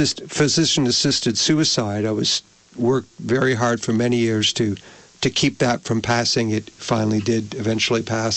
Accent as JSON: {"language": "English", "town": "Colchester", "region": "Vermont", "country": "United States", "tie": "born or raised there", "said": "The lady who started the little Colchester community newspaper, and I was raised in Colchester"}